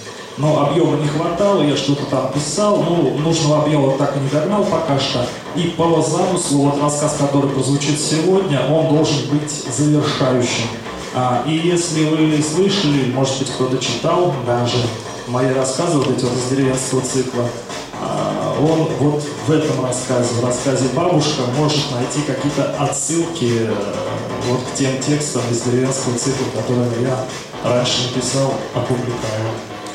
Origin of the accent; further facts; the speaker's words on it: Ivanovo Oblast, Russia; moved away; про наши ивановские деревни, про те места, где я родился, вырос, получил какое-то образование, прежде чем уехать в город.